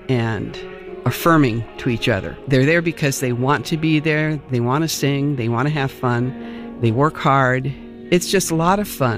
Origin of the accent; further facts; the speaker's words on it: Columbus, Ohio, United States; also born or lived in Michigan; now in Dayton, United States; I'm a native Ohioan. I was born in Columbus, but I went to school, the University of Michigan